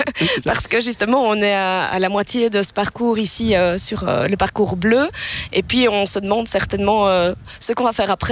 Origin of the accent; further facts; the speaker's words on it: Waremme, Wallonia, Belgium; Je viens de Warem.